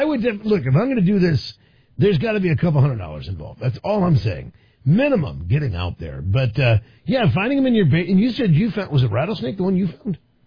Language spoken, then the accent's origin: English; East Coast, United States; growing up on the East Coast, I used to go to the beach every summer.